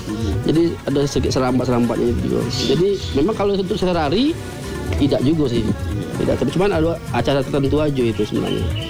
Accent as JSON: {"language": "Indonesian", "region": "Bengkulu", "country": "Indonesia", "said": "Harusnya kita orang Bengkulu lebih mencintai dulu daripada orang lain"}